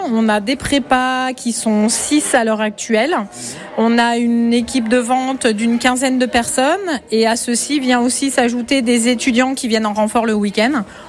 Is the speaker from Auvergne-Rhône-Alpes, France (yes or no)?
yes; Lyon, Auvergne-Rhône-Alpes, France; Moi, je suis lyonnaise, donc on est revenu aux sources sur ces deux secteurs-là.